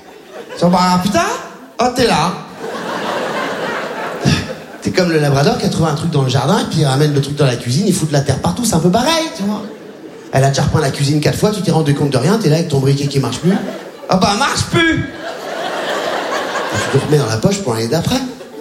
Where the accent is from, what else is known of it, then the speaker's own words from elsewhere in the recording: Réunion; Parce que moi, à l'époque, quand j'étais gamin, mes ennemis à la Réunion, c'était les surfeurs.